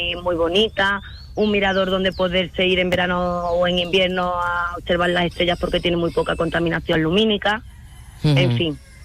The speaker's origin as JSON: {"language": "Spanish", "town": "Cortegana", "region": "Andalusia", "country": "Spain"}